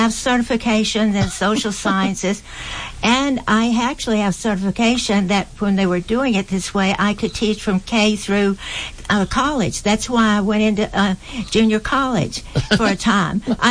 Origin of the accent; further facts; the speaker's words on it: Tioga, Louisiana, United States; also born or lived in Alexandria / Shreveport; I am originally from Tioga and Ball, Louisiana, that area, born in Alexandria, but moved to Shreveport with my dad's job change when I was in middle school, then junior high